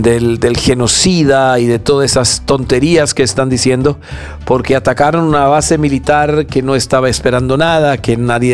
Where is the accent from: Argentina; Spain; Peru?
Peru; aquí como peruanos estamos conmovidos